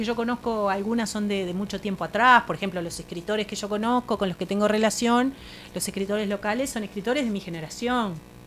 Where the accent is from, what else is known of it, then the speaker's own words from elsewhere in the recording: Tacuarembó, Uruguay; born there; moved away; Yo soy de Tacuarembó, nací en Tacuarembó.